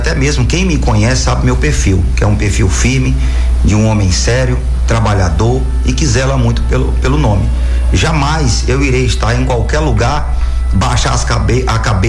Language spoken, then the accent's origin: Portuguese; Porto Velho, Rondônia, Brazil; also born or lived in Cruzeiro do Sul, Acre; Eu cresci em Porto Velho, mas eu sou natural de Cruzeiro do Sul, estado do Acre.